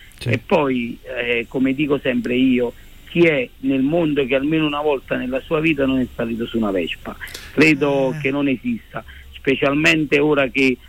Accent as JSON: {"language": "Italian", "town": "Naples", "region": "Campania", "country": "Italy", "said": "abbiamo fatto da buon napoletani"}